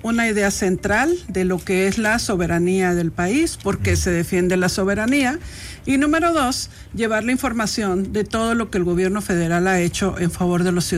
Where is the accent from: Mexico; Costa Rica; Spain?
Mexico; los mexicanos decidimos qué queremos en nuestro país